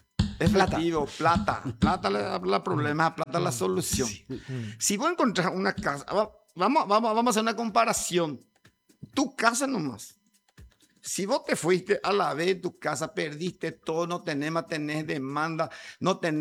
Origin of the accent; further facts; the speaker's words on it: Tebicuarymí, Paraguarí, Paraguay; now in Lambaré, Paraguay; Es donde yo soy de Alonso.